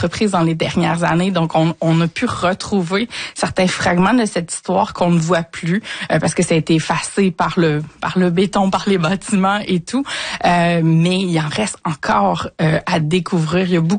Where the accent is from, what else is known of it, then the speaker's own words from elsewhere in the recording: Trois-Rivières, Quebec, Canada; j'ai grandi à Trois-Rivières, je suis native de la région, donc oui, mon Trois-Rivières, je l'ai à cœur